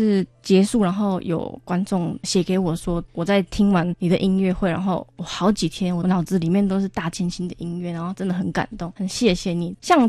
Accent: Yuanli, Miaoli County, Taiwan; moved away as an adult; 其实苑里就是我长大的地方，我现在结束我的学习回来家里住，知道说苑里，像比如说我连要搭高铁，它是在苗栗跟台中的中间，所以我要到两边都不容易，它算是一个交通很不方便的地方。

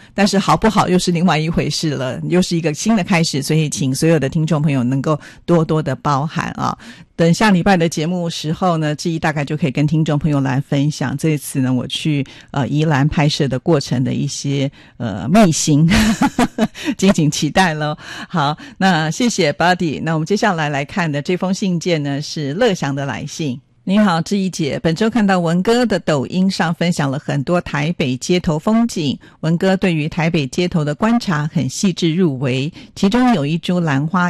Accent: Zhejiang, China; moved away; 我家乡所在的浙北地区

